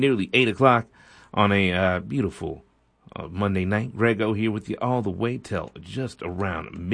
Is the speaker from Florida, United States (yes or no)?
no; Kankakee, Illinois, United States; my hometown, the city of Kankakee.